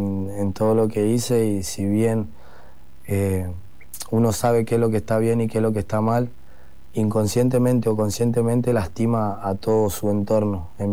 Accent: San Telmo, Buenos Aires, Argentina; now in Derqui, Argentina; sigue viviendo en San Telmo, pero tenemos una casa que es en Derqui, que es a donde yo vivo, y toda mi infancia sí fue en San Telmo.

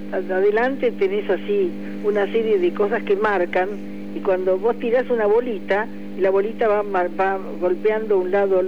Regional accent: Buenos Aires, Argentina; born there; Yo nací en Buenos Aires, pero me hice en Río.

